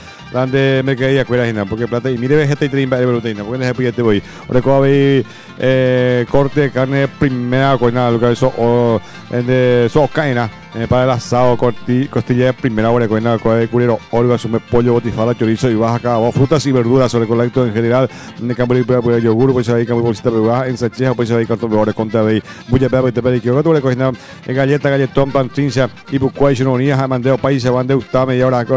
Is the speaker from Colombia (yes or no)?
no; Paraguay; como tico, buen paraguayo